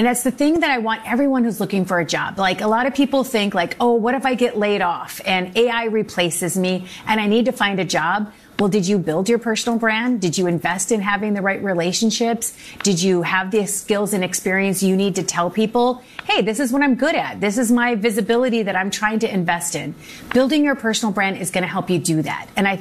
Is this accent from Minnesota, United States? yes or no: yes; Minnesota, United States; my hometown Target from Minnesota